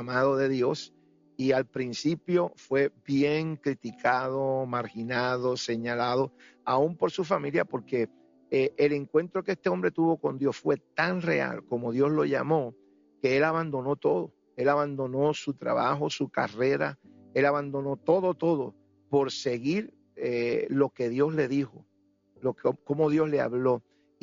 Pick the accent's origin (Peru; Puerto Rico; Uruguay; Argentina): Puerto Rico; Camuy; El hermano Gille era maestro de escuela en mi pueblo, en Camuy, en Puerto Rico.